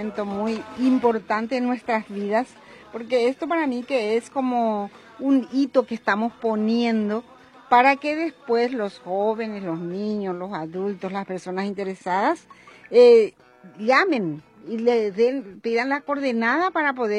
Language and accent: Spanish; Paraguay; Yo soy paraguaya